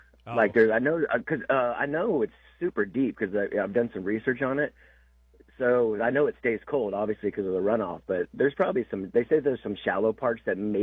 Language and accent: English; California, United States; moved away; I'm from Northern California. That's my home.